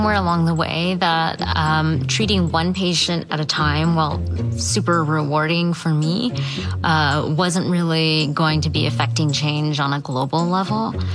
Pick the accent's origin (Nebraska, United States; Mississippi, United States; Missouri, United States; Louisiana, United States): Louisiana, United States; New Orleans; born there; now in Houston, United States; I was born in New Orleans to a Pakistani-American family. I currently live in Houston, Texas